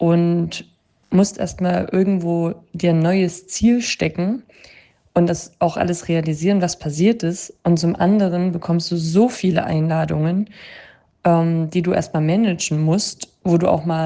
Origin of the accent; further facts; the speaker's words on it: Annaberg, Saxony, Germany; Ich bin da unendlich stolz drauf, trage meine Heimat auch unendlich gerne in die Welt. Und egal, wo ich mich befinde, Annaberg hat immer einen Platz in meinem Herzen.